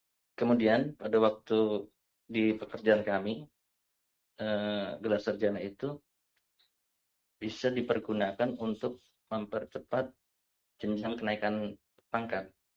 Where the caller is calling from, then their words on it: Berau, East Kalimantan, Indonesia; Saya dari Brau Kalting.